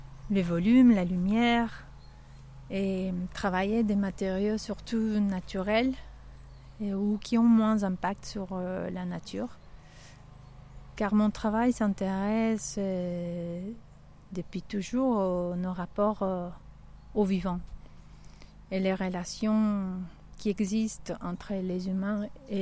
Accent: La Paz, Bolivia; moved away; Je suis née à La Paz, où j'ai vécu toute mon enfance et mon adolescence. On peut dire que La Paz est une grande ville

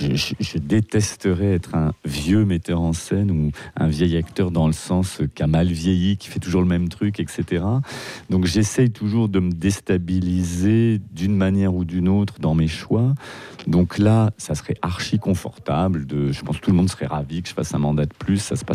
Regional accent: Avignon, Provence-Alpes-Côte d'Azur, France; born there; Oui, je suis né dans le Hof, à Avignon.

